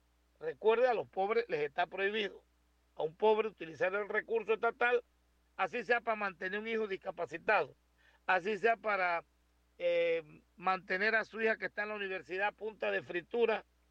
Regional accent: Panama; Soy un panameño, siempre compro el tanque de 25 libras. Estoy clarito como panameño

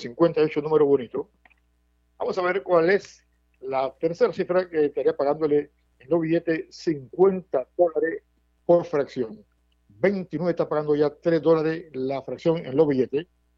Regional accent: Panama; born there; somos panameños de nacimiento

